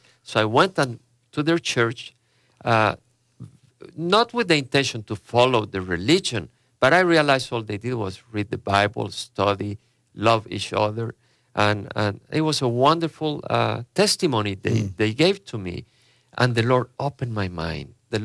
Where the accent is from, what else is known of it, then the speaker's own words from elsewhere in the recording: El Salvador; moved away; I came to the United States as a result of my revolution, the revolution in El Salvador.